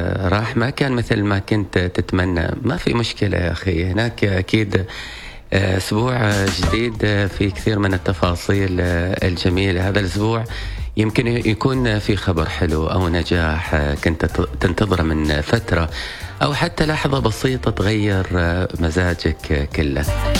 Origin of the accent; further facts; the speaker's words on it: Oman; بلدنا عمان الغالي